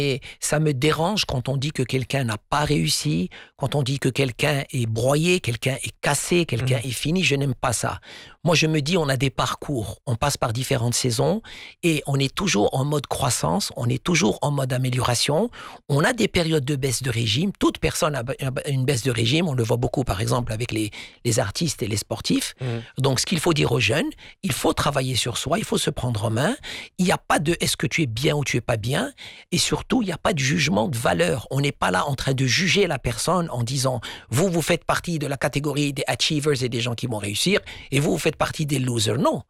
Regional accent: Morocco; Un exemple chez nous au Maroc

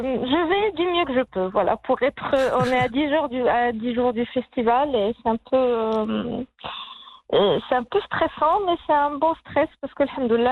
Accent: Marrakesh, Marrakesh-Safi, Morocco; Et je suis de Marrakech, j'adore Marrakech, et aussi les membres fondateurs aussi de l'association qui gère et qui organise le festival, ils sont de Marrakech.

